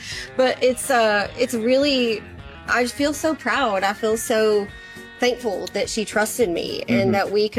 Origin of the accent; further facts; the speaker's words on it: Texas, United States; I'm from Texas